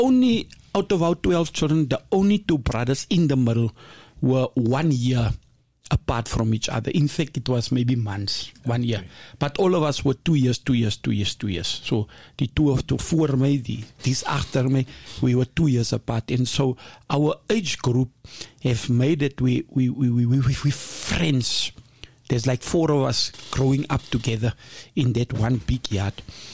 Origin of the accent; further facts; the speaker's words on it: Soweto, Gauteng, South Africa; also born or lived in Eldorado Park; Because when we grew up in Noorgesig, on the corner of Arm Street and Hazeldale